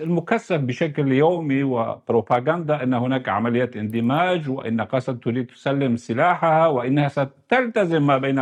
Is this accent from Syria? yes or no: yes; Syria; نعم نحن ككرد سوريين لدينا مسلسل طويل مع هذه المنظومة